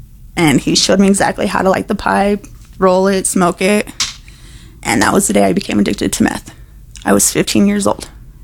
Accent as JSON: {"language": "English", "town": "Fort Morgan", "region": "Colorado", "country": "United States", "said": "from Fort Morgan."}